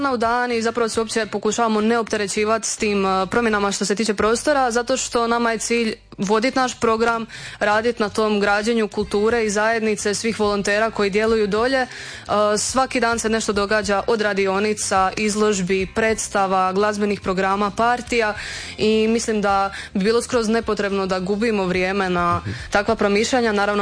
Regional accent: Zagreb, City of Zagreb, Croatia; now in Split, Croatia; ja sam inače iz Zagreba i kad sam došla ovdje

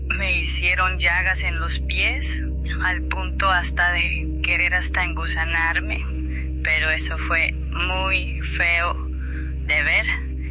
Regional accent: Michoacán, Mexico; Tengo 68 años, soy del estado de Michoacán.

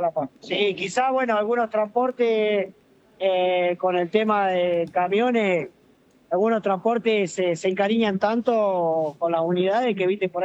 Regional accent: Rosario, Santa Fe, Argentina; No, soy nacido y criado en Rosario, Santa Fe. Por ahí hablo un tiro, unas palabritas del salteño, pero...

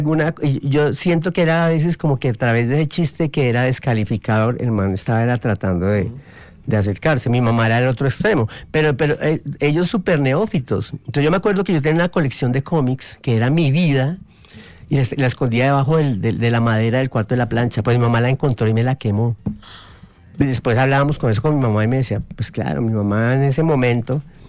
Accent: Tunja, Boyacá, Colombia; now in Bogotá, Colombia; momentos de mi vida fue cuando me mandaron a estudiar a Bogotá. Porque pues Tunja es muy bonito y es mi tierra, pero era un pueblito así y uno con ganas de conocer el mundo

